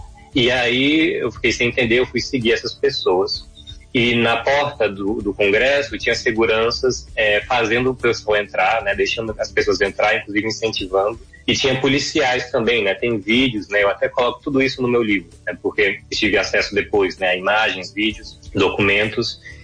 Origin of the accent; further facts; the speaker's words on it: Brasília, Federal District, Brazil; eu sou de Brasília mesmo, né?